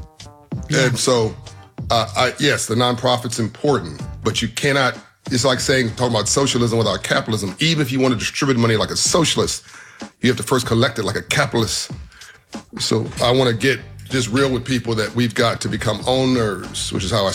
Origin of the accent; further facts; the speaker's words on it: Los Angeles, California, United States; I grew up in South Central.